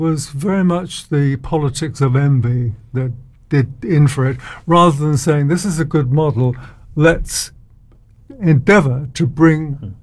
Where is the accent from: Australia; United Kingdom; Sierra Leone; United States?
United Kingdom; London; born there; moved away as an adult; also born or lived in Buckinghamshire; now in Cambridge, United Kingdom; I moved away from Tooting in, I think in the 80s, something like 70s.